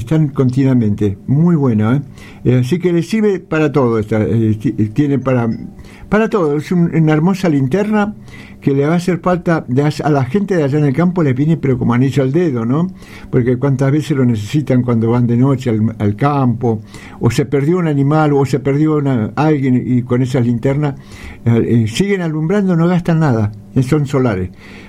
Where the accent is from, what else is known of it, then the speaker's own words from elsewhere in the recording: Buenos Aires, Argentina; born there; also born or lived in Santiago del Estero; cuando yo aquí en Buenos Aires estaba en el primario